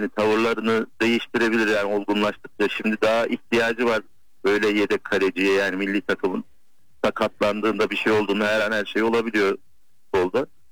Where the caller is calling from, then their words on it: Ankara, Turkey; Ankara'dan arıyorum.